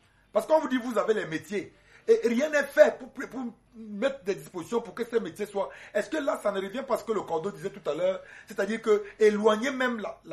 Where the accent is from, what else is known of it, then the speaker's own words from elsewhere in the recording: Cameroon; Monsieur Niam au Cameroun, je suis Camerounais.